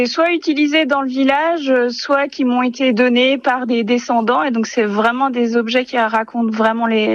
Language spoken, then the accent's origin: French; Annemasse, Auvergne-Rhône-Alpes, France; born there; now in Mieussy, France; Non, je ne suis pas née à Bellevaux. je suis née à Annemasse, mais j'habite à Mieuxcy, donc à une vingtaine de kilomètres.